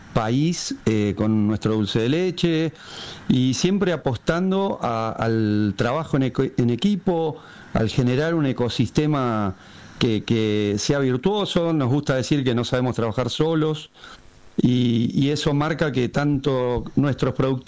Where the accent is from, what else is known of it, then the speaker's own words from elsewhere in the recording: Argentina; esto es Argentina y somos argentinos, así que también agradecido desde ese lugar.